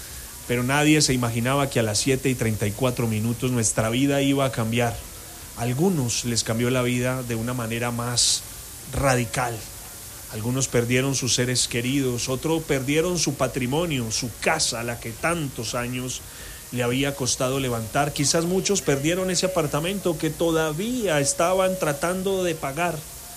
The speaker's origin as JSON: {"language": "Spanish", "town": "Pereira", "region": "Risaralda", "country": "Colombia", "said": "somos pereiranos"}